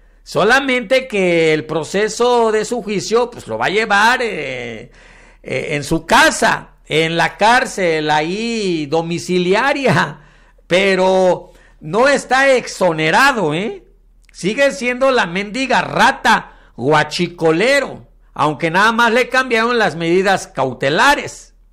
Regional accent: Mexico

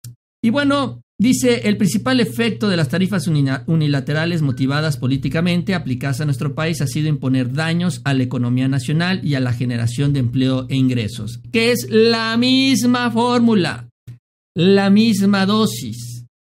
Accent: Mexico

